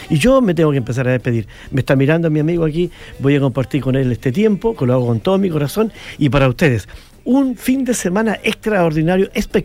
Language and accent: Spanish; Chillán Viejo, Ñuble, Chile; born there; Chillán Viejo en mi cuna, Chillán Viejo es lo más lindo del mundo. Yo nací en Chillán Viejo